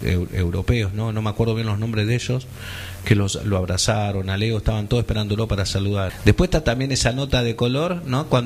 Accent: Argentina

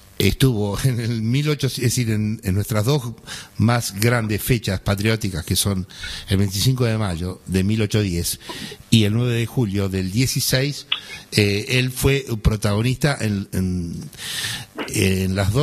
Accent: Argentina; soy argentino, 61 años

